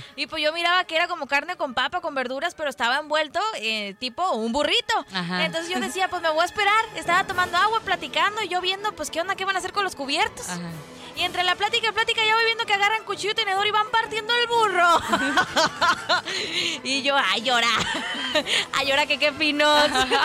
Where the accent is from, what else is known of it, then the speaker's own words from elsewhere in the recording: Tijuana, Baja California, Mexico; siendo tijuanense